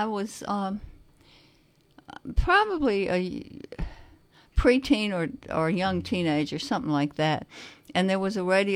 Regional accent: Louisiana, United States; I grew up in Louisiana.

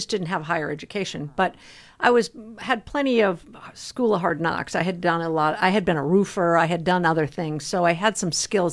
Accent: Colorado, United States; born there; moved away as an adult; also born or lived in Minnesota / Caribbean; now in Port Townsend, United States; I was born in Minnesota. Okay. And then moved to Colorado for middle school and high school. And then I moved to the Caribbean and lived in the Caribbean and then on boats for many years.

